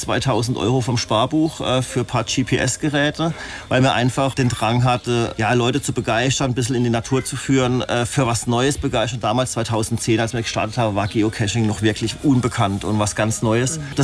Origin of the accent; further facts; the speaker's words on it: Emmendingen, Baden-Württemberg, Germany; moved away as an adult; now in Hochschwarzwald, Germany; Ich komme aus Emmendingen ursprünglich. Mhm. Vor 15 Jahren in Hochschwarzwald gekommen.